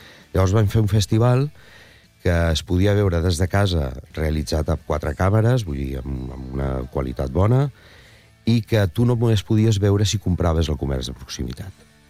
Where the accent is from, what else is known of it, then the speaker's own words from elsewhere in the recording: Alcoy, Valencian Community, Spain; del meu poble, d'Alcoi